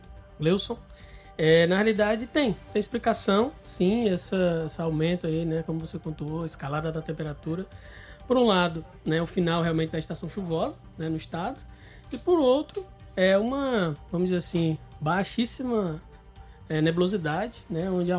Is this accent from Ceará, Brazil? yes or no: yes; Ceará, Brazil; Como nós cearenses falamos